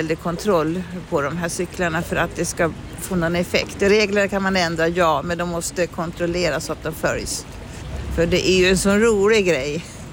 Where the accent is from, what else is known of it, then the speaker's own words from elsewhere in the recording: Ljusdal, Gävleborg County, Sweden; Jag kommer från Ljusdal.